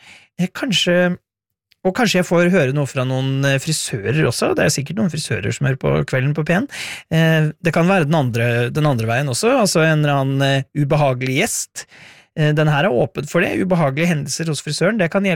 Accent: Innlandet, Norway; accent: Eastern Norwegian; jeg kommer egentlig fra Hedmarken, men har aldri snakket hedmarksdialekt sånn... Jeg kan gjøre det hvis jeg vil, men det ikke det. Hvis munnen bare har lyst til å gjøre den vil, så snakker den østlandsdialekt.

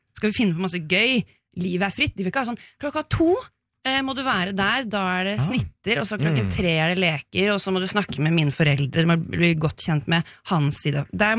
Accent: Oslo, Norway; For jeg er fra Oslo Vest

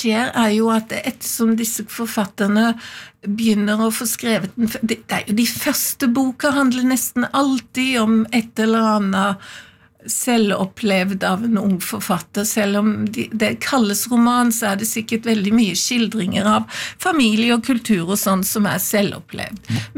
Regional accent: Farsund, Agder, Norway; born there; Jeg født i Farsund, på Lista, men der har jeg jo aldri bodd.

